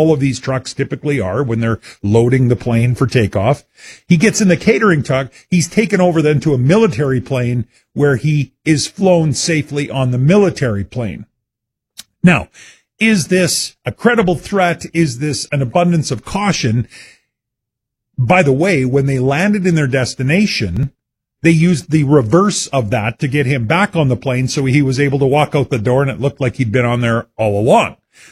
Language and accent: English; Abernethy, Saskatchewan, Canada; I grew up in the Abernethy area, just down Highway 22